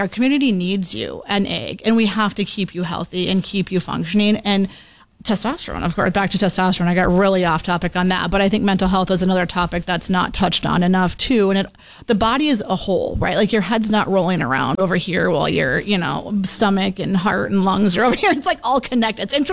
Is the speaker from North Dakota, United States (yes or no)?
yes; Ashley, North Dakota, United States; So I'm from Ashley. My family's owned a John Deere implement my whole life.